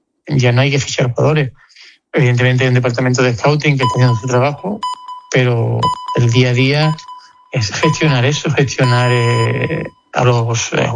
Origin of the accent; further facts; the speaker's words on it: San Fernando, Spain; me dediqué un tiempo a reflotar al club de mi pueblo, San Fernando, y estaba a gusto ahí